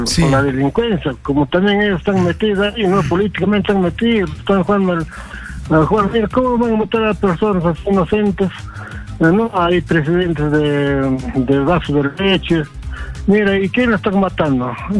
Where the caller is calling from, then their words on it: Lima, Peru; de Cercón de Lima.